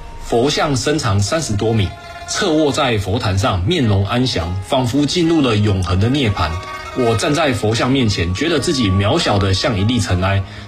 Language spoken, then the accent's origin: Chinese; Taiwan; 我从小在台湾岛上长大，看惯了山和海，